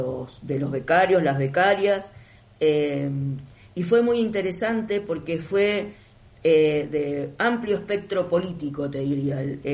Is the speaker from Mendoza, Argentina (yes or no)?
yes; Mendoza, Argentina; Soy de Mendoza